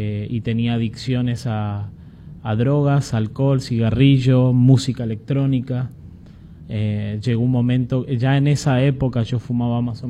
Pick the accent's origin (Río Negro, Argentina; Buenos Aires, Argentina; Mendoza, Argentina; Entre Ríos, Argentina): Buenos Aires, Argentina; moved away as an adult; now in Colombia; Yo era un joven de los barrios de Buenos Aires. Se darán cuenta que no soy ni colombiano ni puertorriqueño, soy argentino, solo que vivo en Colombia porque mi esposa es colombiana y trabajamos allá en la misión.